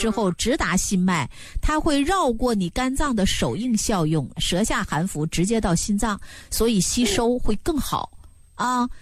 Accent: northern China, China; 我老家是北方的

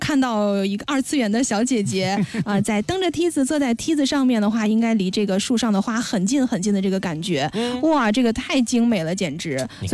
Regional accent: Henan, China; moved away; 我家乡河南

